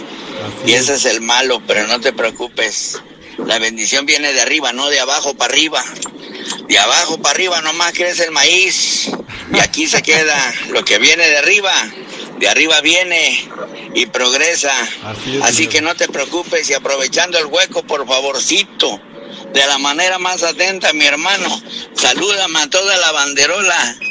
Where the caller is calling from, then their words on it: Minatitlán, Veracruz, Mexico; desde Minatitlán